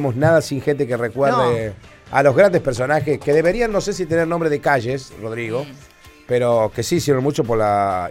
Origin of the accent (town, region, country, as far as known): Argentina